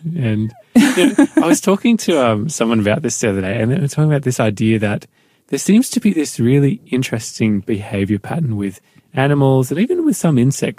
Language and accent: English; Newcastle, New South Wales, Australia; now in Melbourne, Australia; I remember growing up in Newcastle